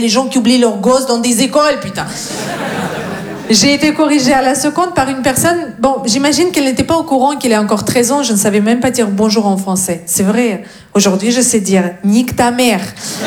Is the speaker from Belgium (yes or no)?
no; Russia; French is a second language; now in France; Non, je viens de Russie. Surprise!